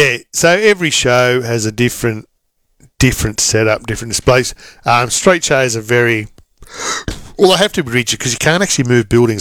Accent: Evans Head, New South Wales, Australia; moved away; Well, technically our shire, like we're from Evans Head, but it's Casino Shire.

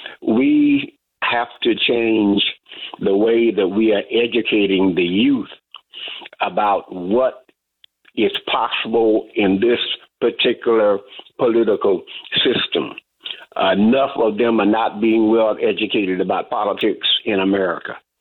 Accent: Jacksonville, Florida, United States; born there; By the way, I'm from Florida. I'm from Jacksonville.

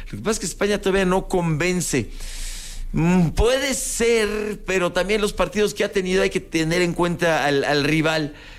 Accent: Mexico; No, yo soy mexicano, pero soy mexicano.

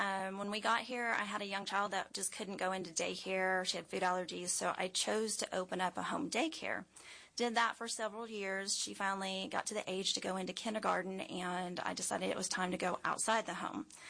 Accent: Fort Worth, Texas, United States; moved away as an adult; So I'm actually a transplant, originally from the Dallas-Fort Worth area. Grew up in Fort Worth for many, many years. And we moved here now about 18, 19 years ago.

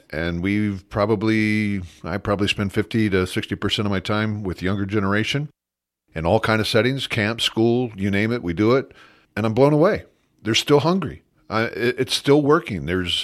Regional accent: United States; I'm an American. I was raised in the church.

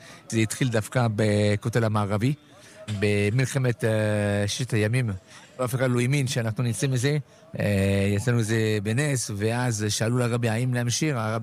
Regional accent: Paris, Île-de-France, France; Hebrew is a second language; moved away as an adult; now in Israel; אני במקור נולדתי בצרפת, גדלתי בפריז, והגעתי לארץ להתגייס במיוחד.

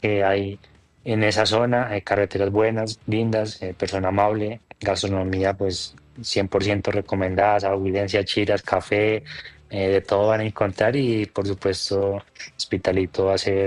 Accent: Huila, Colombia; A que la gente conozca la región de donde nací, de donde vengo. Es una región muy linda, el departamento de Huila, el sur de Colombia.

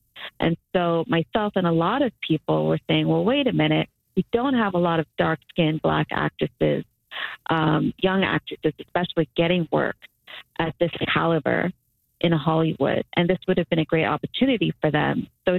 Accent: Nigeria; Well, I'm Nigerian myself.

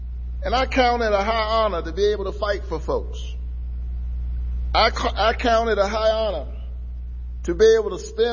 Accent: Savannah, Georgia, United States; I was in a parade in my hometown of Savannah, Georgia, in the St. Patrick's Day parade last year

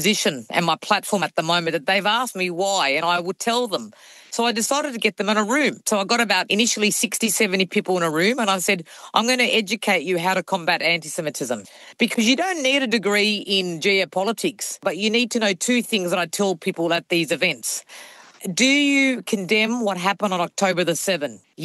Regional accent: Australia; And I said, I'm not Jewish. I'm just an Australian.

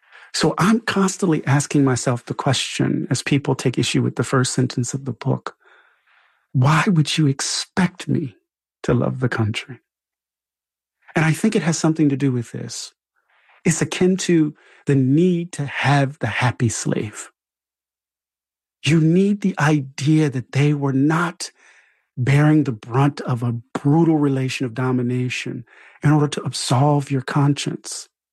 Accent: Mississippi, United States; I'm from Mississippi. Jimmy had to make his way to Mississippi.

